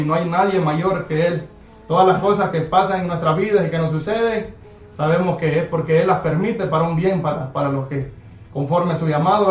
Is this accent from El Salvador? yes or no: yes; El Salvador; moved away as an adult; Y ahí es el pedacito de tierra que nos vio nacer